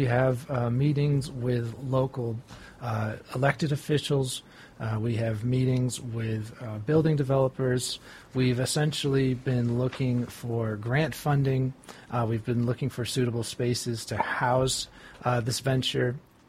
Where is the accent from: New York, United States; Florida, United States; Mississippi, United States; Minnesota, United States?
New York, United States; Cortland; In my hometown of Cortland, there's one.